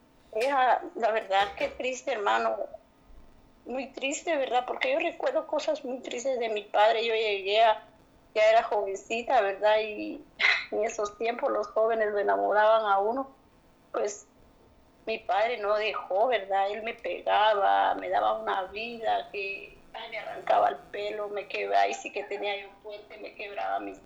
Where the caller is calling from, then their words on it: Boca del Monte, Guatemala Department, Guatemala; Yo vivo en Boca del Monte, hermano.